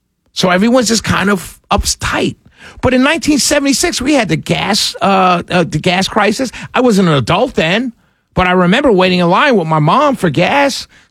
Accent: United States; I'm from America. Did I tell you I was from America? I'm proud to be an American.

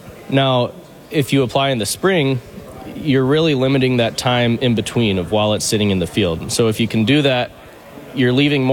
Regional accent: Grand Rapids, Michigan, United States; I'm from Grand Rapids, Michigan.

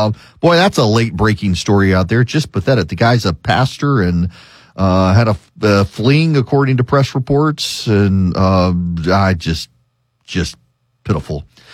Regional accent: Georgia, United States; born or raised there

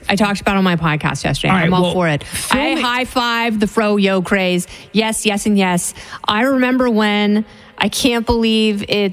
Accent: Oregon, United States

